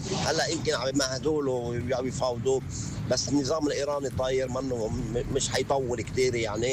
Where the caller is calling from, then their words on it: Lebanon; نحن كلنا خسرانين كلبنانيه